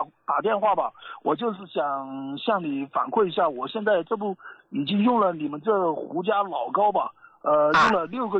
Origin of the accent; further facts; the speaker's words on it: Mianyang, Sichuan, China; 哦，7-8年时间，以前在我们这，因为我是四川绵阳这边的朋友，在我们绵阳这边中心医院，我也治疗过很多次。